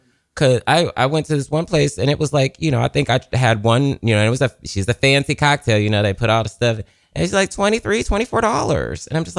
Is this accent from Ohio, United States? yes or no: yes; Columbus, Ohio, United States; I'm from Columbus, Ohio